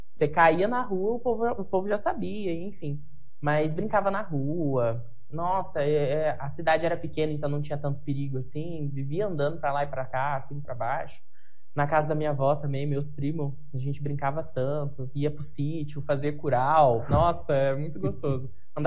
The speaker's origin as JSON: {"language": "Portuguese", "town": "Maracaí", "region": "São Paulo", "country": "Brazil", "tie": "born or raised there", "said": "Minha infância em Maracaí foi a melhor de todas, né?"}